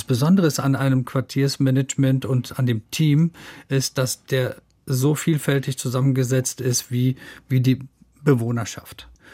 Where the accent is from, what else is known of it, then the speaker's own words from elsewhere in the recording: Berlin, Germany; Das erste, was ich gemacht habe, ist als Berliner meine Netzwerke aufzusuchen